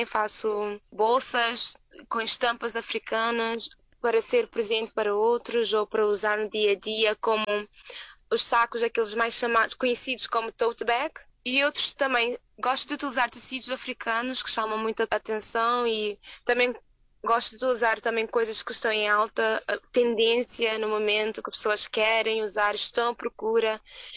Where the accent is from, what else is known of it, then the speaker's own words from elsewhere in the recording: Cape Verde; sou de Cabo Verde.